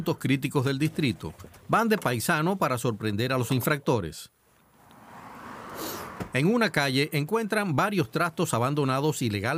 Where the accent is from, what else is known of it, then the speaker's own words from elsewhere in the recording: Netherlands; Soy de Holanda, nací allí y nunca vi esto. Recuerdo que hace 20 años, cuando había basura cerca de mi escuela, El ayuntamiento colocaba contenedores enormes.